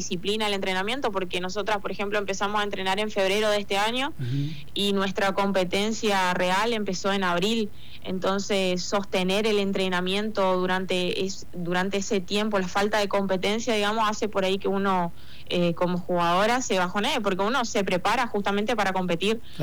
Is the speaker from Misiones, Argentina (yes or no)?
yes; San Ignacio, Misiones, Argentina; soy de San Ignacio, vivo en San Ignacio y viajo para poder entrenar.